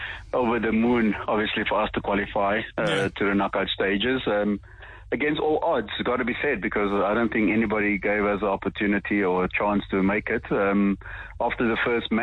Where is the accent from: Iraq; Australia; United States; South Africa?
South Africa; we're South African. We always got to have snacks.